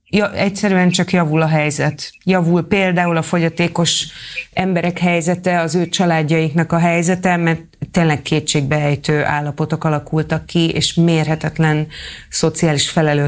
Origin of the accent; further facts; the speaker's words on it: Nyíregyháza, Szabolcs-Szatmár-Bereg, Hungary; azon a lakótelepen történt, ahol én is felnőttem Örökösföldön